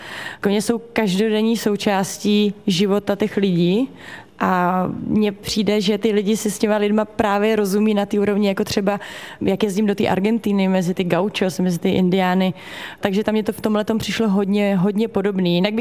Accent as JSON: {"language": "Czech", "town": "Ústí nad Orlicí", "region": "Pardubice Region", "country": "Czechia", "tie": "born there", "said": "Já si strašně vážím toho, že jsem z Čech, že jsem se narodila tam, kde jsem se narodila, u Ústí nad Orlicí."}